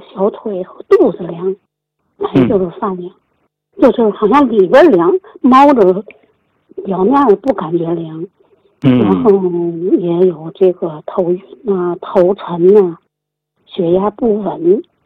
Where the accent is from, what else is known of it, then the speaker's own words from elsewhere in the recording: Tianjin, China; born there; also born or lived in Baotou, Inner Mongolia; 我小时候我出生地啊，我现在是在天津，我1岁来的到天津。我那个出生地这个是在那个内蒙古包头